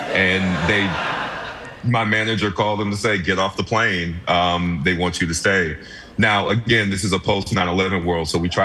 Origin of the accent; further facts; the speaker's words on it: New York, United States; I was from New York, so they flew me to LA to do a screen test.